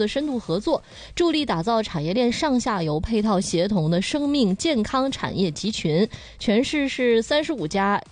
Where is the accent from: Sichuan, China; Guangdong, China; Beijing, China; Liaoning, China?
Liaoning, China; Huludao; moved away; 葫芦岛那边，你像我老家那边都是叫带鱼，